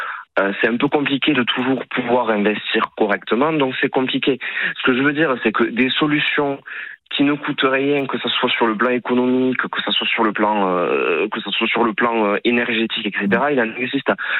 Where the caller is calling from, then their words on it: Rodez, Occitanie, France; Moi, j'habite à Rodez